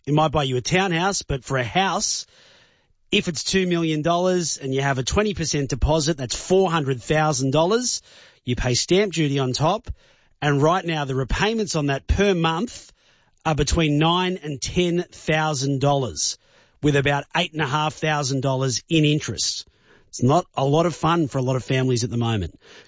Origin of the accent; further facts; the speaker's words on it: Sydney, New South Wales, Australia; I've lived in Sydney my entire life. I grew up near Parramatta.